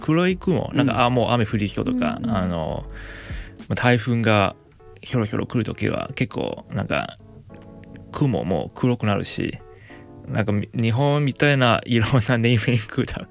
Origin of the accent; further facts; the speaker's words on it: Hong Kong; moved away; 僕香港出身なんですけども